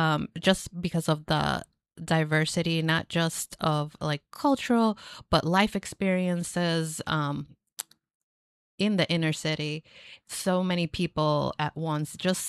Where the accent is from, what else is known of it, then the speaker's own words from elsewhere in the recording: New York City, New York, United States; I'm also from New York, Little Italy downtown.